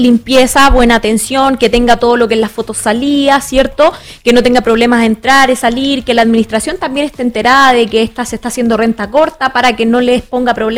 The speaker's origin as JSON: {"language": "Spanish", "country": "Chile", "said": "los turistas nos hacen bien como chilenos."}